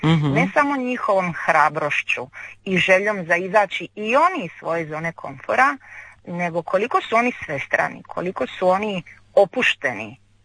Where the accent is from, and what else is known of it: Croatia